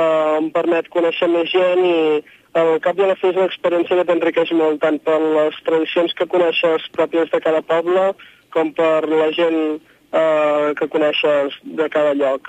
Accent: Tordera, Catalonia, Spain; continuar podent dir que soc de Tordera arreu de Catalunya

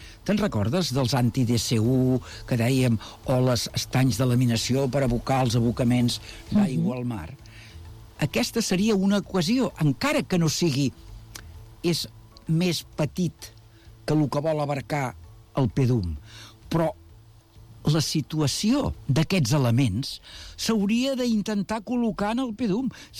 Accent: Badalona, Catalonia, Spain; com a badaloní

